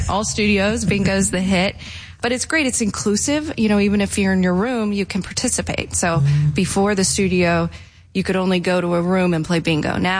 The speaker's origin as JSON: {"language": "English", "town": "Atlanta", "region": "Georgia", "country": "United States", "tie": "born or raised there", "said": "Well, we are from the ATL. We were born and raised in Atlanta."}